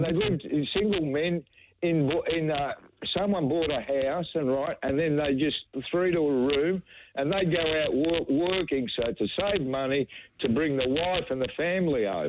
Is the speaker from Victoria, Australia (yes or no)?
yes; Melbourne, Victoria, Australia; born there; also born or lived in Italy; I'm a first generation. I was born in Italy, but I came over young, right? 27 days on a ship, right? So I've got no memories of the old country, right? But, I lived in Fitzroy. So that was one of the multicultural areas and one of the most densely populated areas in the world.